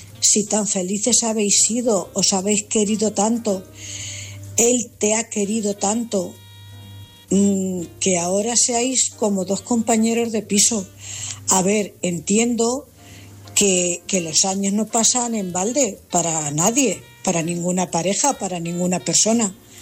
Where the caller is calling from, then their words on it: Cuenca, Castilla-La Mancha, Spain; Buenas noches … corresponsal de Cuenca.